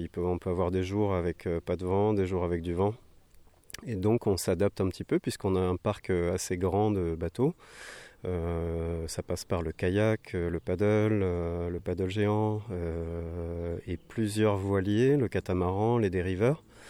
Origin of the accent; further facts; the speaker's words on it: Overseas France, France; Je suis originaire de l'Outre-mer et voilà.